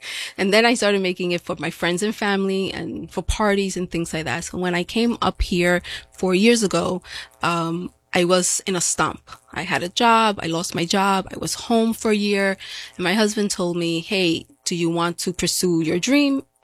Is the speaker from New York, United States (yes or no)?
yes; Brooklyn, New York, United States; now in Dutchess County, United States; So originally I come from New York City. So I'm from Brooklyn. I moved up here to Dutchess County.